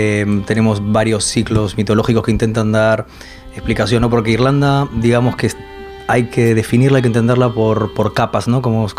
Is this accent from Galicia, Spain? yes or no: yes; A Coruña, Galicia, Spain; moved away as an adult; also born or lived in Uruguay / Santiago de Compostela; nací en Uruguay, lo que pasa es que yo toda la vida, bueno, viví desde los 10 años en A Coruña, entre Coruña y Santiago, porque bueno, mi familia emigró con la crisis del 2002